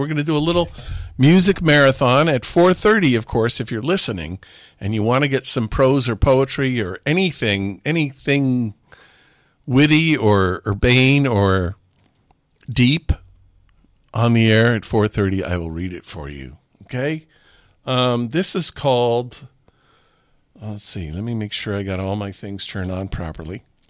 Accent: New York, United States; I grew up in New York State, so I kind of felt a pang of pride when that happened.

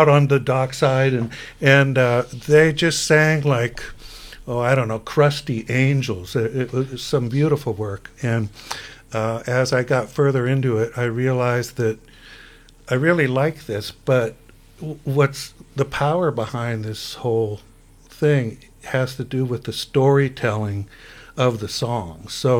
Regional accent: Ireland; So I'm Irish, and the longer I've lived, I've come to appreciate that heritage, especially in its literary and folkloric and fairy tales.

